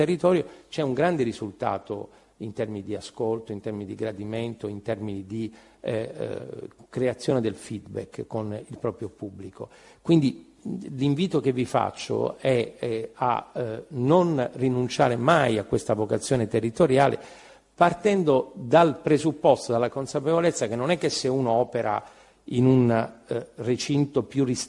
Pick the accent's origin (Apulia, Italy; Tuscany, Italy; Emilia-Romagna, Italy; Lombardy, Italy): Apulia, Italy; moved away as an adult; now in Rome, Italy; qui in gran parte siamo meridionali, siamo pugliesi.